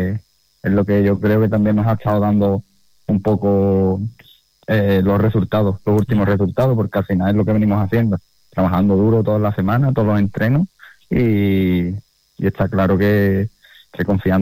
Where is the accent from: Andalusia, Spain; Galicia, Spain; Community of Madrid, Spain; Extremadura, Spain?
Andalusia, Spain; Arcos de la Frontera; el equipo de mi pueblo